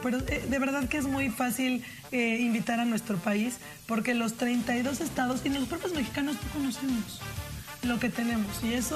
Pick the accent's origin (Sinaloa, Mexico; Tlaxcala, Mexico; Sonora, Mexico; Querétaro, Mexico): Tlaxcala, Mexico; Tlaxcala, mi tierra, los 14 de agosto es la noche que nadie duerme